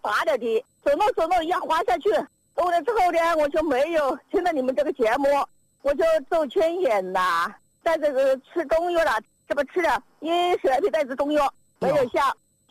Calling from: Chibi, Hubei, China; 我是赤壁的

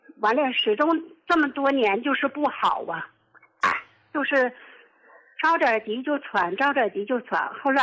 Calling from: Qiqihar, Heilongjiang, China; ，我是齐齐哈尔的。

